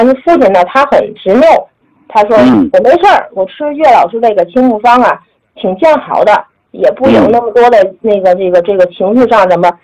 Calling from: Tianjin, China; 我是来自天津东丽区的学员。

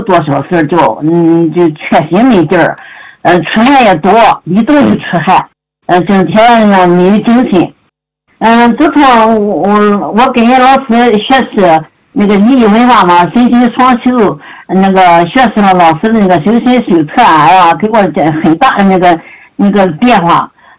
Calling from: Changji, Xinjiang, China; 我是新疆昌吉的学员，今年74岁了

